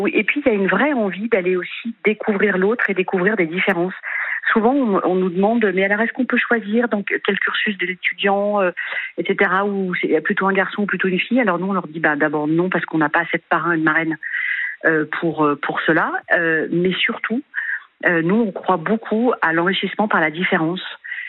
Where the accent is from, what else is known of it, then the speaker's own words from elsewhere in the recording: Lyon, Auvergne-Rhône-Alpes, France; C'est quand même, je suis une pure lyonnaise.